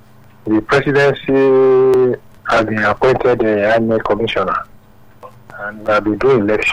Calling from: Nigeria; I'm calling from Maina.

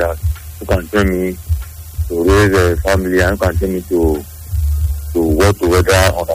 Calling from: Uromi, Edo, Nigeria; I'm calling from Uromi.

